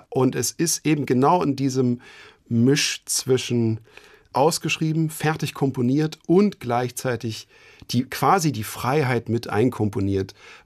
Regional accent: Dresden, Saxony, Germany; Und dann hat eben … in meiner Heimatstadt Dresden damals bei Jazz in der Semperoper gespielt

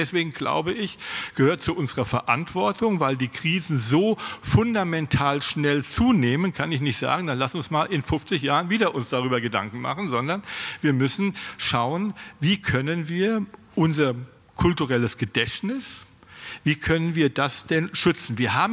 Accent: Berlin, Germany; wenn ich mir in meiner Heimatstadt Berlin anschaue, natürlich wollen wir die Nofretete retten

